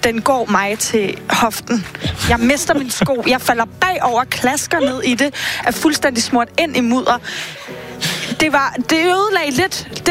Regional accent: Capital Region of Denmark, Denmark; jeg er jo nord fra København

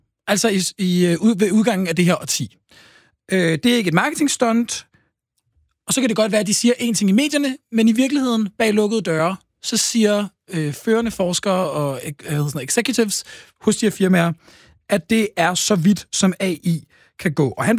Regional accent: Stockholm, Stockholm County, Sweden; Jeg er vokset op i Stockholm.

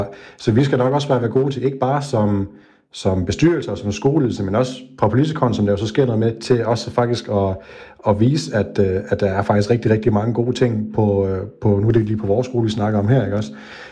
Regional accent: Region of Southern Denmark, Denmark; now in Odense, Denmark; så er vi jo tilflyttere fra Sønderjylland, så vi kendte ikke faktisk overhovedet landskabet i Odense sådan rigtig skolemæssigt.

